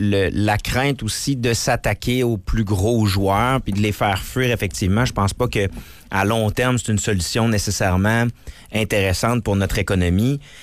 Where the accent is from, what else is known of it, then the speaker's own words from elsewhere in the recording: Quebec City, Quebec, Canada; j'ai grandi dans Limoilou, j'habite encore Limoilou.